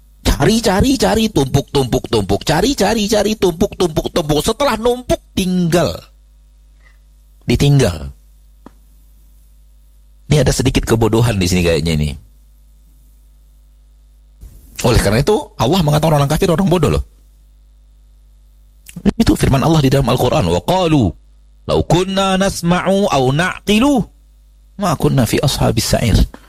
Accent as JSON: {"language": "Indonesian", "region": "Sumatra", "country": "Indonesia", "said": "Dalam bahasa kita orang Sumatera, berdarah-darah."}